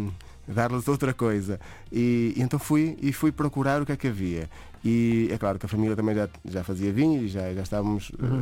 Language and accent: Portuguese; Águeda, Centro, Portugal; moved away as an adult; also born or lived in Vila Real; now in Douro, Portugal; Eu sou da zona centro, sou de Águeda